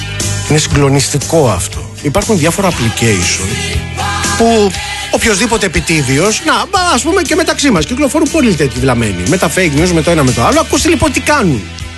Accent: Molaoi, Peloponnese, Greece; Χαΐρι και προκοπή, που λένε και στο χωριό μου στους Μολάους.

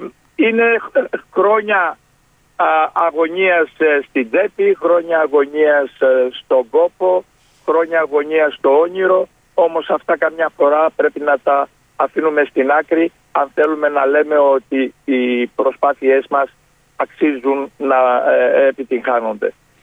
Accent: Elaiochori, East Macedonia and Thrace, Greece; Εγώ είμαι από το Ελαιοχώρι, αλλά έψαχνα να βρω έναν χώρο να στεγάσω

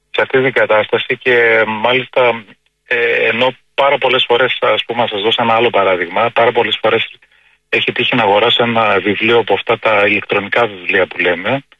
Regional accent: Thessaloniki, Central Macedonia, Greece; Εγώ είμαι από τη Θεσσαλονίκη, γύρω στις 3:40 χθες το βράδυ

